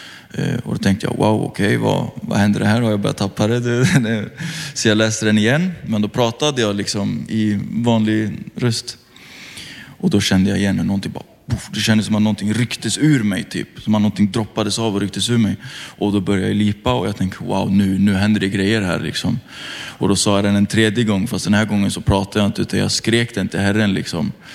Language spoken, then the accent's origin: Swedish; Götene, Västra Götaland County, Sweden; moved away; jag är egentligen ifrån Götene. Alla här borde känna igen det, tänker jag. Liten håla liksom.